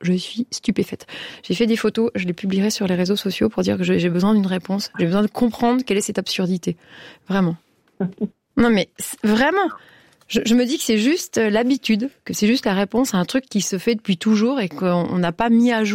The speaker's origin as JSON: {"language": "French", "country": "Switzerland", "said": "Après une Coupe du Monde, on a failli gagner, hein, en tant que Suisse."}